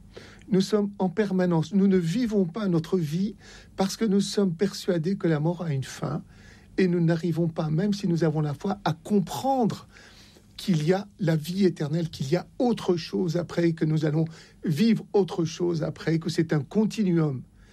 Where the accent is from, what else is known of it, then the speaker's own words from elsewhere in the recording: Oran, Oran Province, Algeria; moved away; Je suis né à Oran.